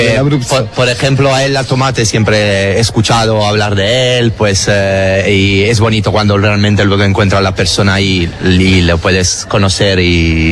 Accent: Italy; Spanish is a second language; de Italia y no hablo español, poquito de euskera

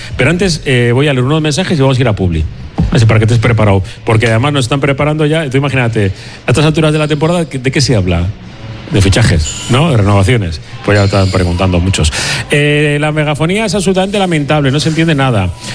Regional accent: Galicia, Spain; Soy gallego.

